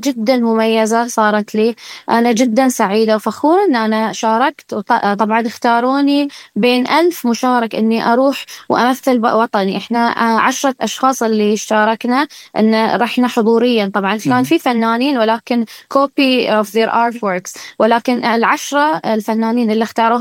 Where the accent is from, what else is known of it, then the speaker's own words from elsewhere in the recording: Bahrain; البحرين الوطن الأرض هي اللي تلهمني دائما. حتى المنزل اللي أنا عشت فيه هو منزل جدتي، المكان اللي أنا تربيت فيه